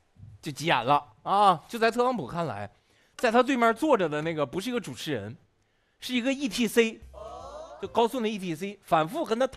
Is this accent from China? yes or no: yes; China; 但我们中国人当时还是太朴素，对吧？